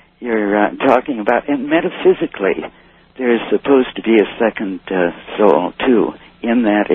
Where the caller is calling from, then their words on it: Hammond, United States; from Hammond.